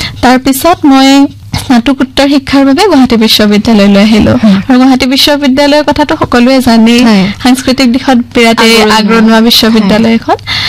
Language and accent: Assamese; Tezpur, Assam, India; শিক্ষা মোৰ ঘৰ তেজপুৰত, মই স্কুলীয়া শিক্ষা তেজপুৰৰে ছেক্ৰেটাৰ্ট হায়াৰ ছেকেণ্ডেৰী স্কুল বুলি এখন স্কুলৰ পৰা সম্পূৰ্ণ কৰি